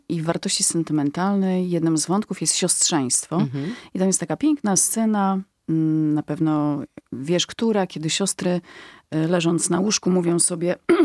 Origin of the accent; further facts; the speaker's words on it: Lower Silesian Voivodeship, Poland; Ja pochodzę z Dolnego Śląska, mm-hmm.